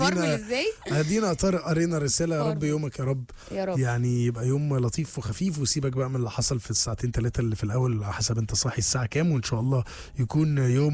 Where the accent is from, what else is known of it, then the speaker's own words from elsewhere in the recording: Alexandria, Alexandria Governorate, Egypt; من اسكندريه